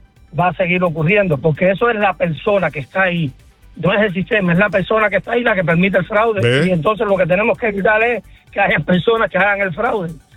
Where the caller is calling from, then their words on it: Kendall, Florida, United States; Aquí en la Florida, en la esquina de mi casa, yo vivo en Kendall.